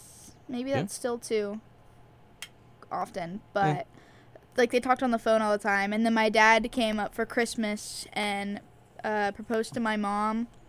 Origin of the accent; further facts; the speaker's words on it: Puyallup, Washington, United States; born there; moved away; also born or lived in Edmonds, Washington; we moved after I was, 2 weeks after I was born from Edmonds, Washington, to Puyallup, Washington. And then we moved to where I live now.